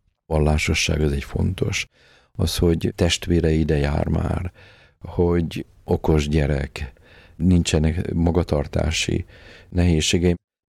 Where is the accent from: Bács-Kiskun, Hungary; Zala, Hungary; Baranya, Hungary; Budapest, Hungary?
Budapest, Hungary; Várban nőttünk föl.